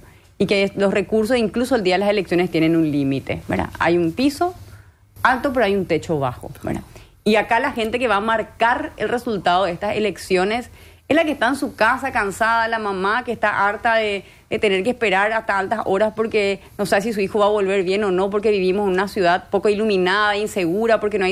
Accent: Asunción, Paraguay; Como hija de esta ciudad, nací, crecí, me malcrié en Asunción

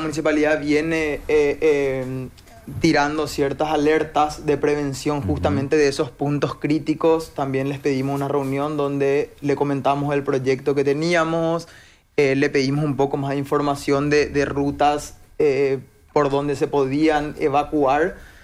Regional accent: Paraguay; como paraguayos tratamos de cuidarnos un poco entre todos.

